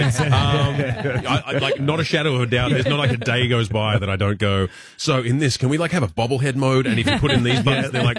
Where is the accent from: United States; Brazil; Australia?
Australia; I'm Australian